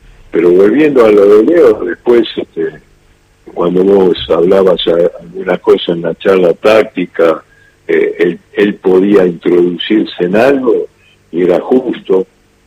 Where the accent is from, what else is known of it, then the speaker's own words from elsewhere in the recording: Buenos Aires, Argentina; nací en el Pirovano, sí, siempre estuve en capital.